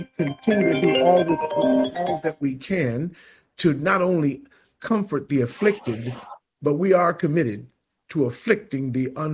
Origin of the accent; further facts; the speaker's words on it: Washington, District of Columbia, United States; born there; moved away as an adult; now in Arkansas, United States; a Washingtonian of some long standing. I didn't get to Washington until I was 8 years old. It was in the 1960s, back in 1960s.